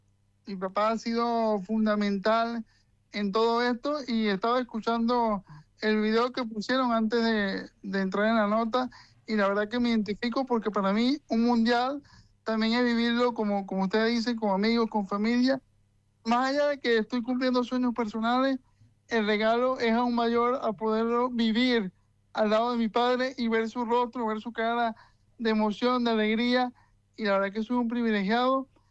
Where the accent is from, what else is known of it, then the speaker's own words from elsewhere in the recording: Venezuela; yo siendo un venezolano